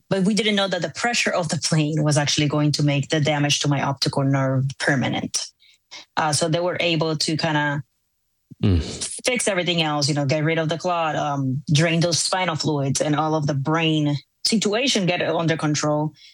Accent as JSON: {"language": "English", "country": "Puerto Rico", "tie": "born or raised there", "moved": "as an adult", "lives_now": "Massachusetts, United States", "said": "I was born here in Massachusetts, but in a couple of months after I was born, I went back to Puerto Rico and didn't come back to the U.S. to live."}